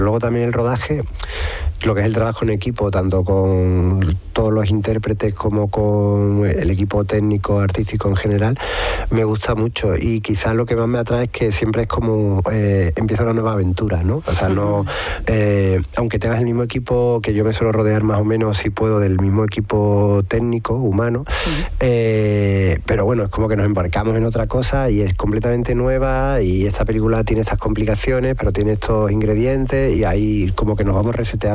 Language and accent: Spanish; Andalusia, Spain; accent: Andalusian; Yo creo que tenemos un acento precioso que puede tener cualquier personaje, una película, desde un banquero a quien sea, ¿no? Y creo que esta generación de cineastas, digamos, más jóvenes andaluces, no tienen ningún complejo en ese sentido